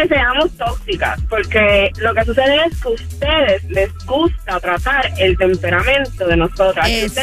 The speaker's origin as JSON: {"language": "Spanish", "country": "Puerto Rico", "said": "soy boricua"}